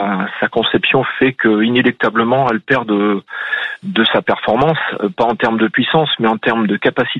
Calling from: Mozac, Auvergne-Rhône-Alpes, France; Je vous appelle de Moza, dans le Puy-de-Dôme, à 12 km au nord de Clermont-Ferrand.

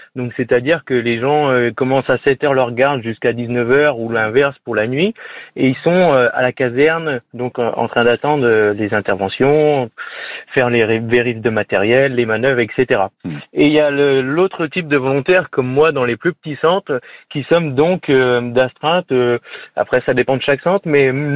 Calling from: Brittany, France; Je vous appelle des Côtes d'Armor à Hainaut.

